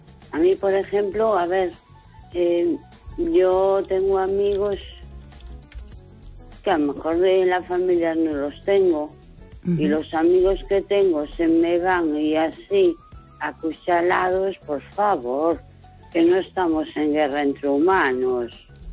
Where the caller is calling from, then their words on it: A Coruña, Galicia, Spain; de Coruña.